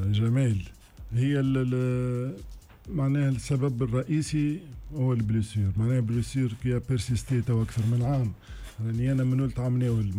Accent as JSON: {"language": "Arabic", "country": "Tunisia"}